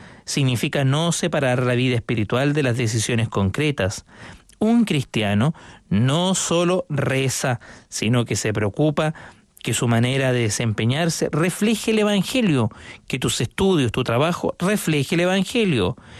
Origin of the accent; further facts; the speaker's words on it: Valparaíso, Chile; Le mando un saludo grande ya a la zona de Valparaíso, desde allá, porque yo soy desde allá, soy párroco del Cerro Playa Ancha, allá en la parroquia Nuestra Señora de la Medalla Milagrosa.